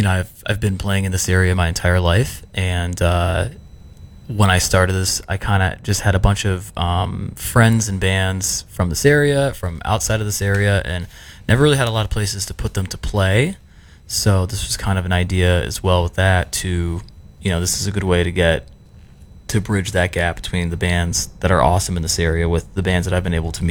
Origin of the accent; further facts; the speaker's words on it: Scranton, Pennsylvania, United States; I am a songwriter from Scranton, Pennsylvania